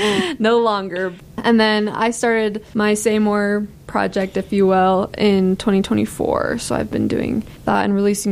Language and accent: English; Logan, Utah, United States; So I'm from Logan, Utah. I've been playing guitar since I was about 12. Been singing about since I was 9.